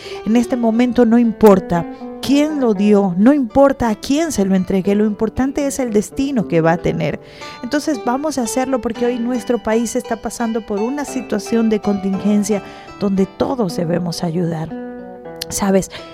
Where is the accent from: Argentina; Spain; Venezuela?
Venezuela; esta solidaridad que hemos tenido como venezolanos.